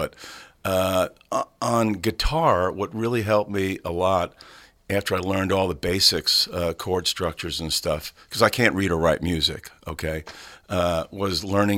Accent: New York, United States; Yeah, well, growing up on Long Island, South Shore, as you said in the you know, beforehand, you know, like … from around that area.

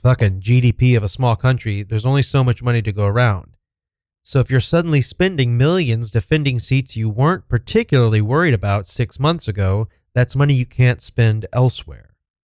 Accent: Kansas, United States; My home state of Kansas?

